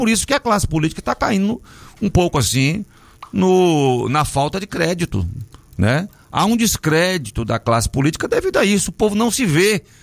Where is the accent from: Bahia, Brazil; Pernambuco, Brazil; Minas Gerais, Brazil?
Bahia, Brazil; Coração de Maria; Ah, eu vim de Coração de Maria, mas eu conheço muito Ipiaú porque meu tio, por parte de pai, morava aqui.